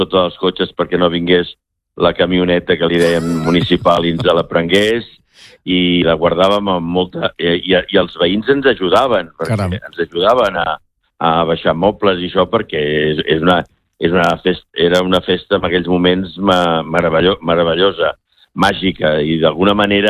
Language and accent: Catalan; Barcelona, Catalonia, Spain; jo soc del Poble Sec